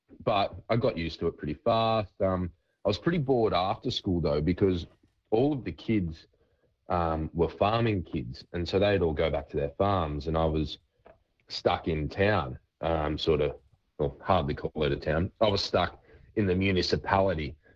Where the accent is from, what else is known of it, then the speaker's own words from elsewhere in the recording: Brocklesby, New South Wales, Australia; also born or lived in Sydney; So we went from there to a little rural town called Brocklesby.